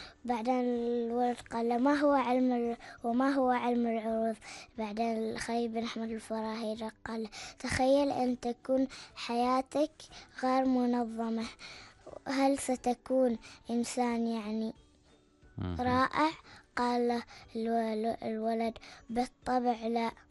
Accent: Oman; من بلدي عمان الحبيبة

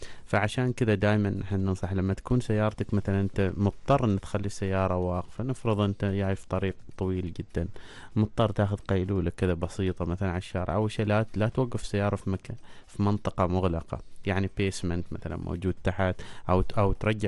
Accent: Oman; نحن عندنا في عمان هنا

